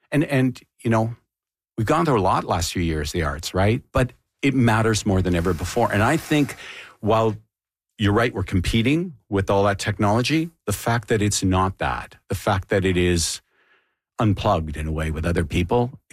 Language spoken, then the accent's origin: English; Canada; And it's better and stronger, and I'm proud of it as a Canadian.